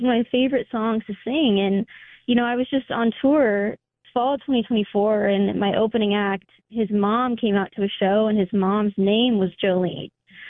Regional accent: Nebraska, United States; I'm from Nebraska, and I grew up playing country bars

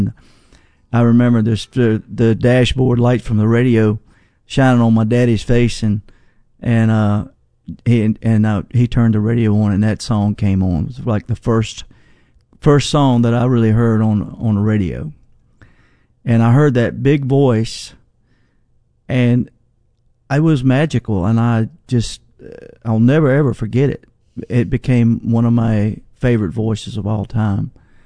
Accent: Nelson County, Virginia, United States; growing up in Nelson County, Virginia, and those 50s, 60s, 70s

